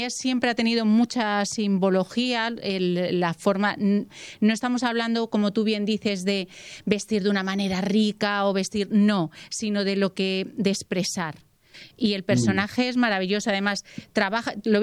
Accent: Spain; Como españoles, que no sepamos.

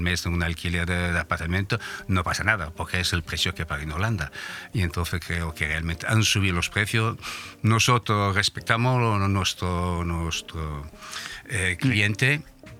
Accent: Benidorm, Valencian Community, Spain; yo soy de aquí, porque la verdad, yo soy de Benidorm y quiero mucho esta tierra. Y aquí me acabaré.

